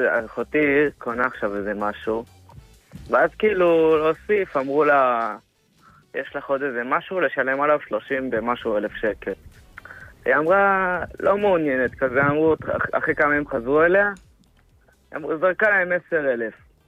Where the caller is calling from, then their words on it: Beitar Illit, West Bank, Palestine; ביתר עילית.